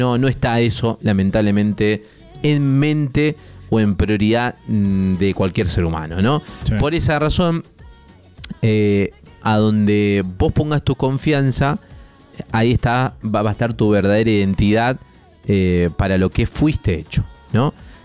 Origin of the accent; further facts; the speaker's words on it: Argentina; la identidad, lamentablemente, que tenemos como argentino